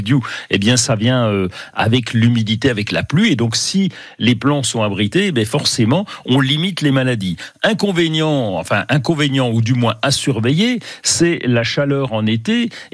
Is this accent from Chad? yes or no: no; Bourgogne-Franche-Comté, France; chez nous en Franche-Comté